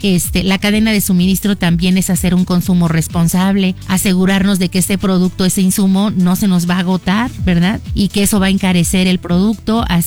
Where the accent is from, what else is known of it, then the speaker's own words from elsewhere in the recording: Zimapán, Hidalgo, Mexico; Yo soy de Zimapán